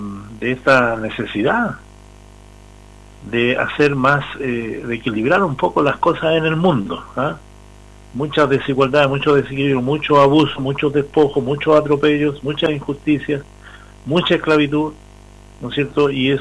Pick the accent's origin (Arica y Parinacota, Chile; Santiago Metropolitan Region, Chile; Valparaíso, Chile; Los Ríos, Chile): Arica y Parinacota, Chile; lo que somos como región de Arica y Parinacota